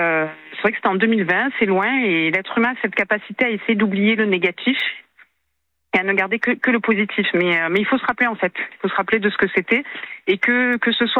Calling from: Marseille, Provence-Alpes-Côte d'Azur, France; accent: accent du Sud; Moi, je suis de Marseille.

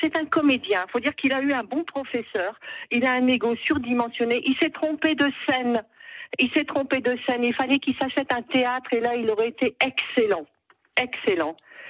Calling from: Donville-les-Bains, Normandy, France; de la Manche, de Donville-les-Bains, près de Granville, près du Mont-Saint-Michel.

